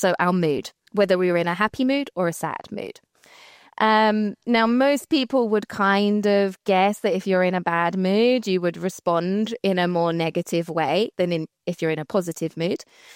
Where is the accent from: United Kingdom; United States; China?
United Kingdom; well, I'm British, so even more so